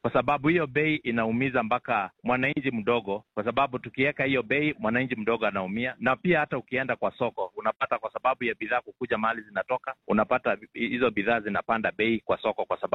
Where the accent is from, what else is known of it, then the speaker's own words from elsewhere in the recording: Kenya; sisi wote ni wa Kenya